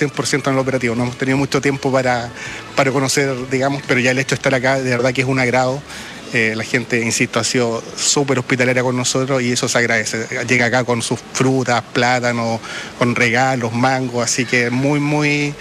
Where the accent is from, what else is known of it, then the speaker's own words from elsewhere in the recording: Temuco, Araucanía, Chile; yo soy del sur de Chile, de Temuco lo comentamos